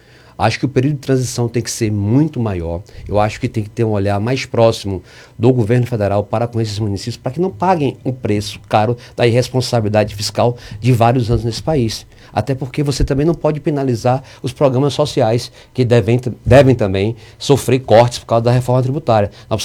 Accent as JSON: {"language": "Portuguese", "town": "Ilhéus", "region": "Bahia", "country": "Brazil", "tie": "born or raised there", "said": "Eu sou natural da cidade de Ilhéus, uma cidade que eu tenho muito orgulho de fazer parte da minha cidade, daquela comunidade que eu fui criado, que é o bairro Nelson Costa."}